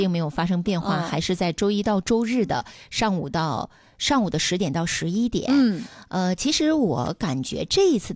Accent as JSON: {"language": "Chinese", "town": "Dalian", "region": "Liaoning", "country": "China", "said": "因为我们大连人还是非常喜欢体育广播的。"}